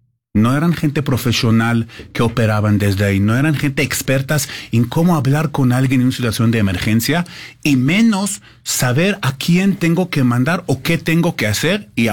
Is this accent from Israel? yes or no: yes; Israel; Spanish is a second language; now in Mexico; Tenemos otra oficina muy chiquita en Israel, de donde yo soy originario, por más temas de high-tech, que lamentablemente aún no llegó a este nivel en México